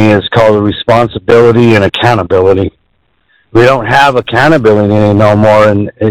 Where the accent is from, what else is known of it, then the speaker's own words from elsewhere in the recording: Commerce City, Colorado, United States; I was born and raised in Commerce City.